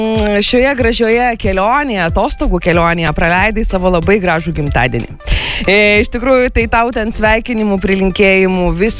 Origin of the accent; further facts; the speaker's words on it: Dzūkija, Lithuania; aš esu iš Dzūkijos